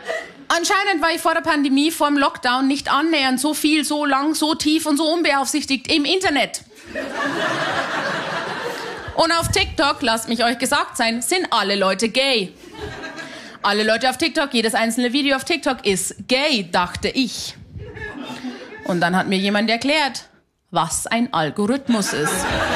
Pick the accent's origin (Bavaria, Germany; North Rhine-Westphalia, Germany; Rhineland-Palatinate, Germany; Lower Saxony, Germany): Bavaria, Germany; weil ich bin aus Hanusdorf bei Simbach bei London. Da ist er, da gibt's sowas nicht.